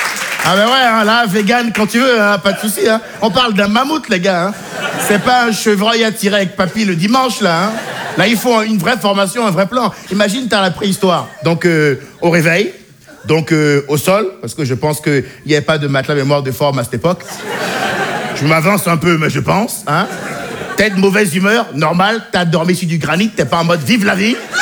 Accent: Benin; born or raised there

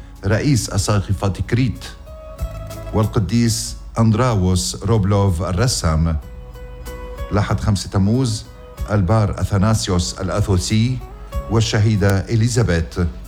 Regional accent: Ghazir, Keserwan-Jbeil, Lebanon; born there; بكفر حباب غزير ضيعتي الحلوة.

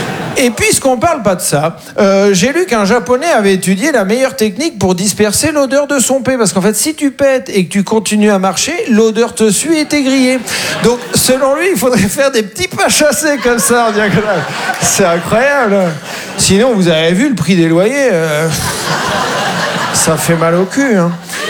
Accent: Caen, Normandy, France; et moi, je viens de Caen, en Normandie.

